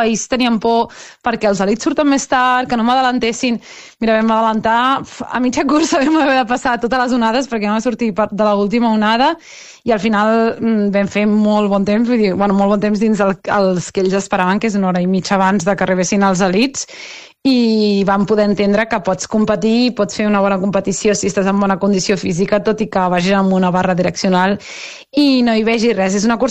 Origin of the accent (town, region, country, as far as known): Vilassar de Mar, Catalonia, Spain